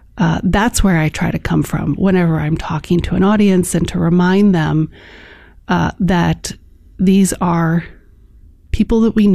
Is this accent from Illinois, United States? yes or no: yes; Chicago, Illinois, United States; I grew up in Chicago, mm-hmm. and I went to a boarding school.